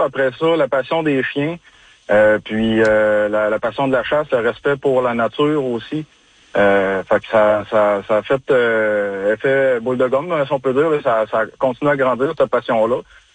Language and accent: French; Quebec, Canada; moved away as an adult; now in Côte-Nord, Canada; Moi, dans le fond, je suis natif de la Rive-Sud, dans Chaudière-Appalaches.